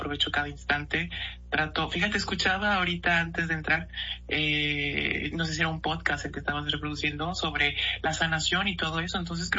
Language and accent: Spanish; Mexico; now in France; solamente por el hecho de decir que soy mexicano